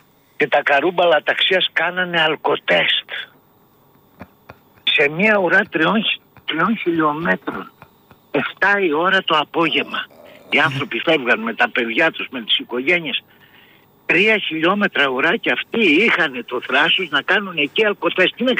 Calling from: Greece

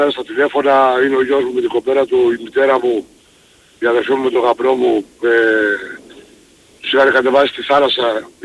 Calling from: Greece; από την Μετρούπολη.

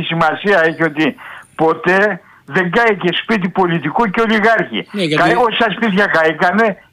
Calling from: Platamonas, Central Macedonia, Greece; από τον Πλαταμόνα

